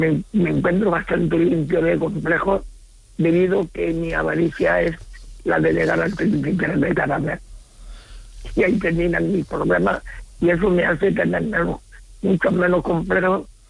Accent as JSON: {"language": "Spanish", "town": "Córdoba", "region": "Andalusia", "country": "Spain", "lives_now": "Alicante, Spain", "said": "Estoy en Alicante, pero soy cordobés."}